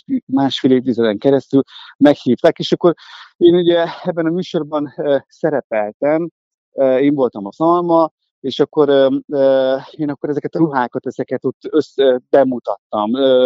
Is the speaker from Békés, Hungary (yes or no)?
yes; Orosháza, Békés, Hungary; Valóban én Orosházi vagyok, és én 1993-ban kezdtem el dolgozni a mentőszolgálatnál.